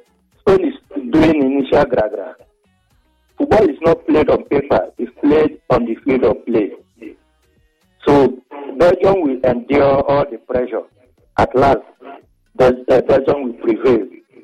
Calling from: Nigeria; I'm calling from Akaboka.

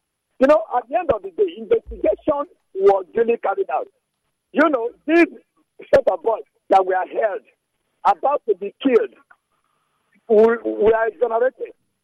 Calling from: Port Harcourt, Rivers, Nigeria; I'm calling from Port Harcourt.

